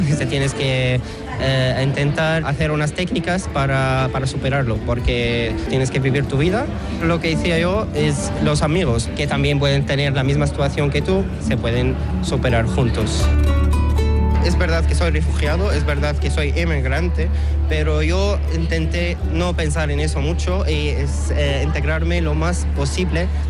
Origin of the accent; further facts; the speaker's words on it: Damascus, Damascus Governorate, Syria; Spanish is a second language; moved away as an adult; soy estudiante de arquitectura, soy de origen sirio, de Damasco, de la capital, y tengo 29 años.